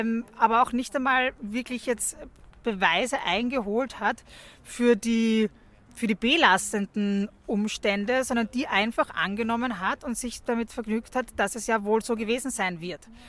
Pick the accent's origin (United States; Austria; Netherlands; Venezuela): Austria; dass das Delikt des Raubes so hoch mit so einer hohen Strafdrohung bei uns in Österreich vorgesehen ist